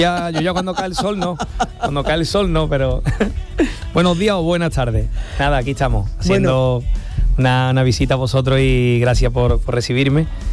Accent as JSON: {"language": "Spanish", "town": "Cádiz", "region": "Andalusia", "country": "Spain", "tie": "born or raised there", "said": "al teatro de mi tierra"}